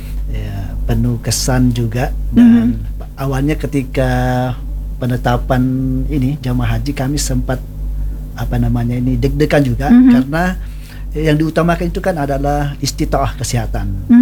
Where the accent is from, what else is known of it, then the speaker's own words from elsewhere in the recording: Bone, South Sulawesi, Indonesia; Kami juga khususnya Bone, orang Bone